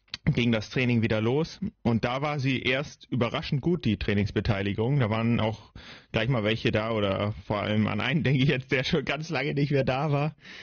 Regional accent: Northern Germany, Germany; Wir sind ja direkt an der Küste aufgewachsen.

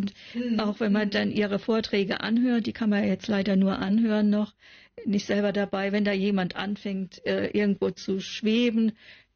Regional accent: Southern Germany, Germany; now in Northern Germany, Germany; Ich bin ja aus Süddeutschland und meine Mutter kommt aus Badisch-Sibirien und das Madonnenländer. Es ist also ein sehr christlich und katholisches Gebiet.

